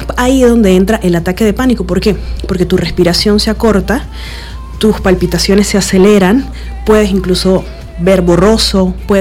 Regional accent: Venezuela; ese luto lo compartimos los venezolanos

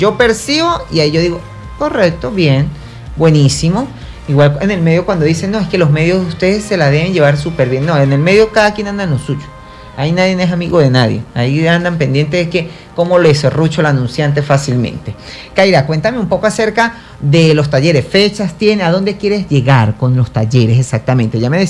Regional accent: Venezuela; de que no te quedes solo en Venezuela porque es mi país

